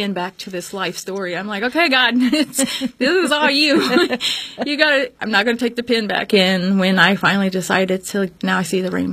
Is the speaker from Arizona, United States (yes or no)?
no; Texas, United States; also born or lived in Louisiana; I was born in Louisiana. I believe I was about eight when we moved to Texas.